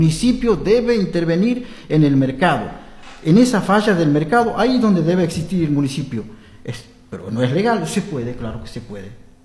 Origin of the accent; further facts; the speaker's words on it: Suncho Corral, Santiago del Estero, Argentina; yo soy de Suncho Corral también